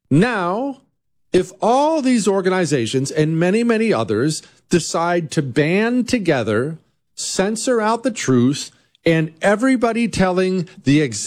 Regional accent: United States; as an American citizen

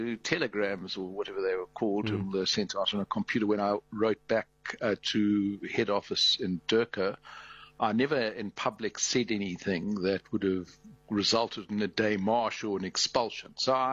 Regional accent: South Africa; also born or lived in Argentina; the history that I'd lived through in South Africa, which was quite tumultuous from my birth in late 1956 right through to 2007.

